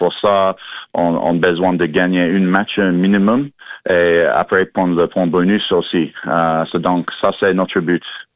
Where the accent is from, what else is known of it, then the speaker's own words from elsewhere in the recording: Vancouver, British Columbia, Canada; born there; French is a second language; Je suis né au Vancouver et dans j'ai commencé avec l'équipe du Canada en 2015.